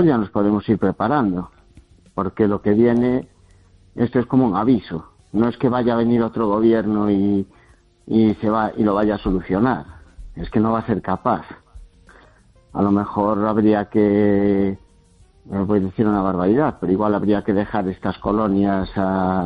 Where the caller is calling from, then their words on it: Ourense, Galicia, Spain; Desde Ourense